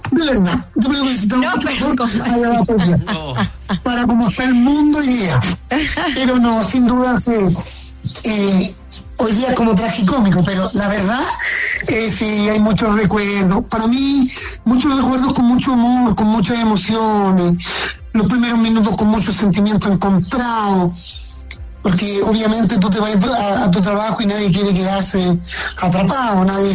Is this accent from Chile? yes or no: yes; Chile; porque pasaban muchas cosas por la cabeza de nosotros. como minero chileno.